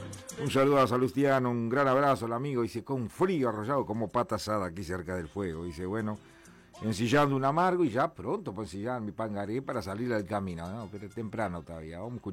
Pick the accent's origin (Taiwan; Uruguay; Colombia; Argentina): Uruguay; Tranqueras, Rivera